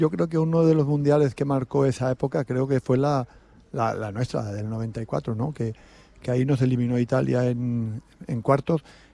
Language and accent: Spanish; Spain